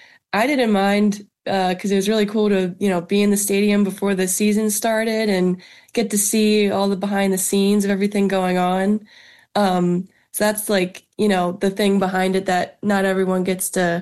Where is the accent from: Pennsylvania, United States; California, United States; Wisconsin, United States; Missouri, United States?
Pennsylvania, United States; I grew up in the Philly suburbs. So always been a Phillies fan.